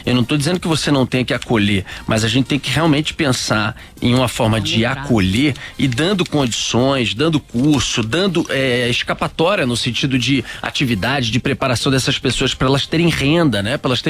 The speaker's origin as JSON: {"language": "Portuguese", "region": "Rio de Janeiro", "country": "Brazil", "said": "pra quem tá acostumado como carioca, né, com essa temperatura, tá bem frio."}